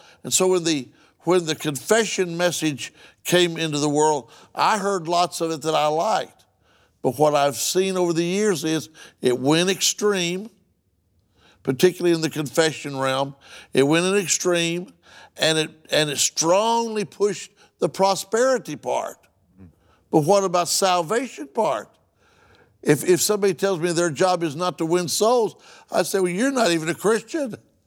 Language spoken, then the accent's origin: English; Oklahoma, United States; I'm from Oklahoma, and there's a lot of Word of Faith influence in Oklahoma now.